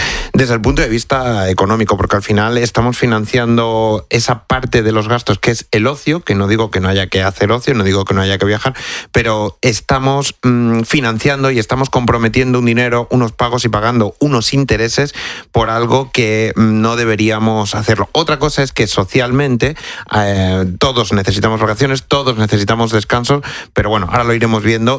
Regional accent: Extremadura, Spain; yo que además que soy extremeño, imagínate lo que me cuentan de por allí, de la que está cayendo en Cáceres y Badajoz

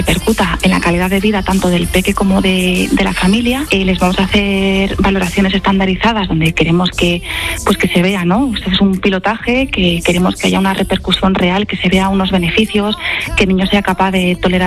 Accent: Spain; nosotros como cultura española que tenemos

